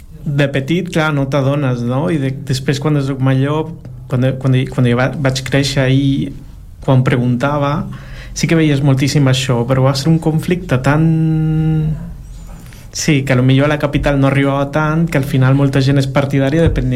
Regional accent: San Salvador, El Salvador; moved away; jo vaig néixer a El Salvador en un context de postguerra. Vaig viure la meva infància en aquest context.

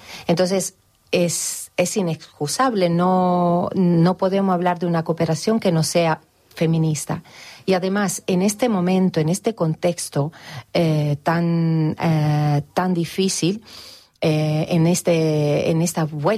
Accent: Italy; now in Andalusia, Spain; Me corrijo, italiana andaluza.

